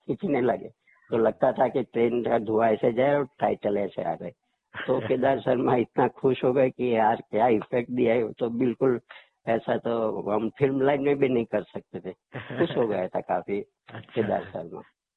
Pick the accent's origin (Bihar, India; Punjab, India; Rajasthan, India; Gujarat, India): Gujarat, India; मैं भी गुजराती हूँ